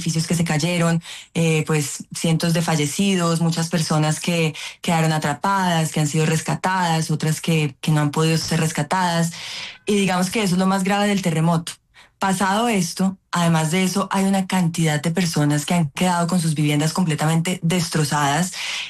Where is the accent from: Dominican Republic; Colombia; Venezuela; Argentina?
Colombia; de personas que están pidiendo a gritos que las miremos y que como colombianos los ayudemos.